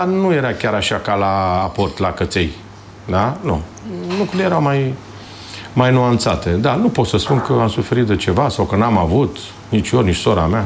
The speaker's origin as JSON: {"language": "Romanian", "town": "Valea Mare", "region": "Argeș", "country": "Romania", "tie": "born or raised there", "also_born_or_lived": "Pitești", "said": "nu m-am născut la țară, chiar la țară, dar am crescut acolo, nu știu, mult. Mare parte din personalitatea mea de acolo provine."}